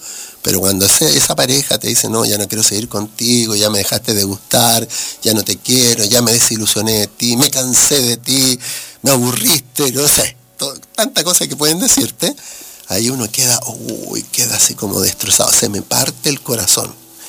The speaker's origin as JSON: {"language": "Spanish", "country": "Chile", "said": "uno se presenta, soy farmacéutico de Chile, y todos te abren las puertas"}